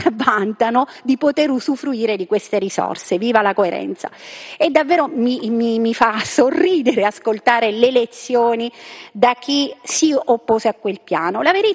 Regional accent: Abruzzo, Italy; perché sa, io sono abruzzese, in terra d'Abruzzo la Corte dei Conti certifica una mala gestione di questi fondi del PNRR

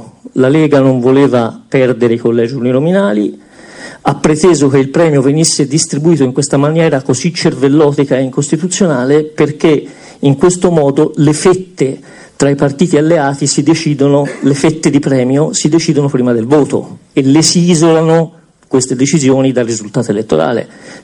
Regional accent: Tuscany, Italy; io sono toscano

